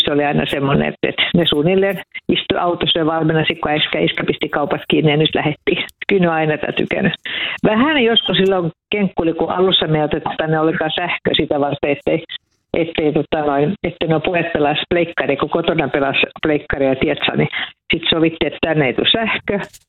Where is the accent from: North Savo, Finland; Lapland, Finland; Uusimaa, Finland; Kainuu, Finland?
Uusimaa, Finland; Vihti; me ollaan Vihdistä ja meillä on mökki täällä Korppossa